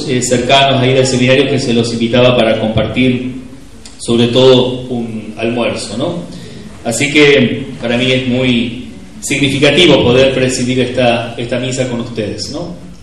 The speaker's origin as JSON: {"language": "Spanish", "town": "Río Gallegos", "region": "Santa Cruz", "country": "Argentina", "said": "yo soy de Río Gallegos"}